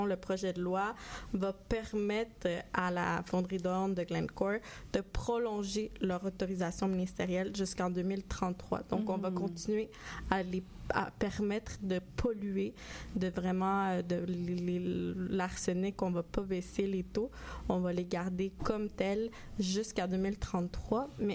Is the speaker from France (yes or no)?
no; Colombia; il y a mon pays d'origine, en Colombie